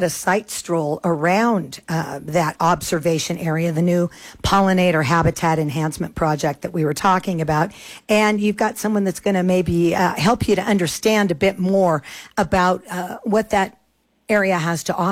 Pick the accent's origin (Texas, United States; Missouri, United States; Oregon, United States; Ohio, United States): Oregon, United States; now in New Mexico, United States; first moved here to New Mexico is how many species of bees there are in this state. And I come from Oregon.